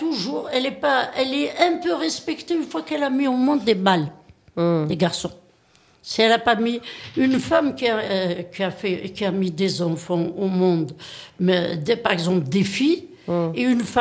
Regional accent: Kabylie, Algeria; accent: Kabyle; moved away; Moi, ma culture, je la vis. Je ne parle pas comme ça. Même mon accent, je l'ai gardé. Tout ce qui est... Quand je vis ma kabylité quotidiennement.

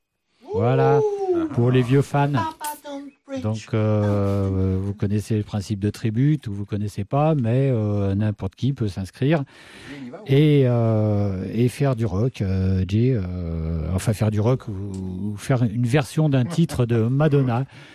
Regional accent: Auvergne-Rhône-Alpes, France; accent: Beaujolais; mon accent du Beaujolais

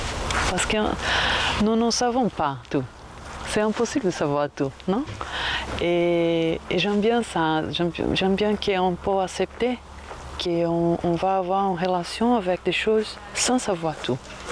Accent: Brazil; French is a second language; je viens de Brésil et j'étais ici pendant l'été pour une résidence de 2 mois

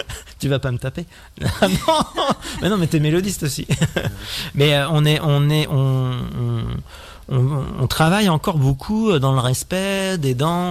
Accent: Poitou, France; donc moi je viens du Poitou aussi, mais du nord, vraiment du nord du Poitou, à la frontière avec la Bretagne

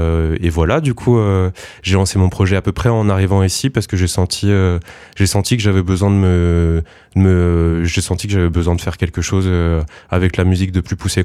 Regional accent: Nantes, Pays de la Loire, France; Et du coup, moi, je viens à la base de Nantes, okay. Un peu de la Bretagne.

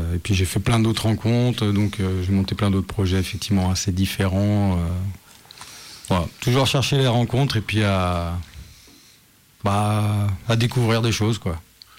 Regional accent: Saint-Denis, Île-de-France, France; Donc moi, je suis de Paris aussi, fin de Saint-Denis.

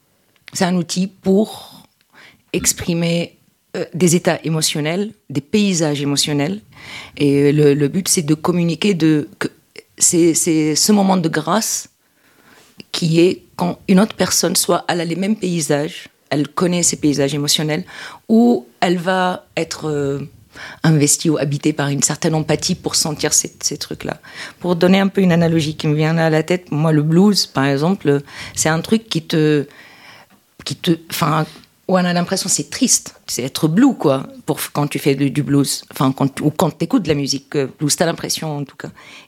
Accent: Tunisia; born or raised there

